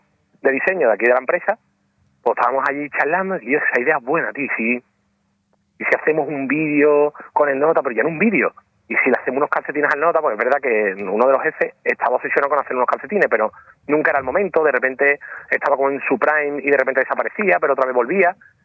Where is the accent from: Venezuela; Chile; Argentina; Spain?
Spain; Seville, Andalusia; somos sevillanos.